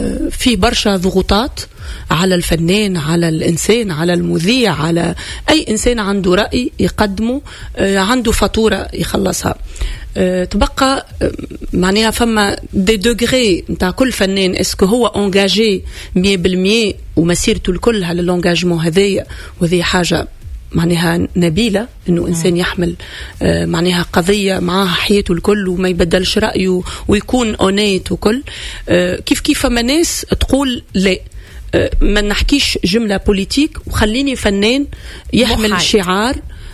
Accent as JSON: {"language": "Arabic", "country": "Tunisia", "said": "تسأل فينا كتونسية"}